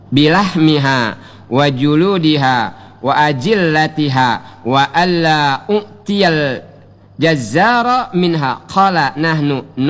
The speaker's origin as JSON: {"language": "Indonesian", "region": "Bangka Belitung Islands", "country": "Indonesia", "said": "kalau kata kita orang Bangka"}